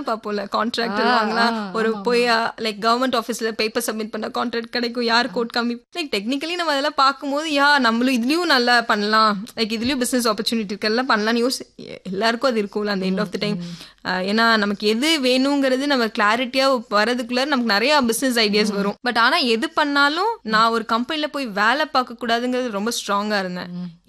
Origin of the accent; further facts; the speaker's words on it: Erode, Tamil Nadu, India; நான் வந்து Erode ma'am, proper Erode. Native எல்லாமே எனக்கு ஈரோடு தான். ஸ்கூலிங் ஈரோட்ல தான் படித்தேன். கிறிஸ்ட் ஜோதி ஸ்கூல், பிவி ஸ்கூல், ரெண்டு ஸ்கூல்ல primary and secondary, high school படித்தேன்.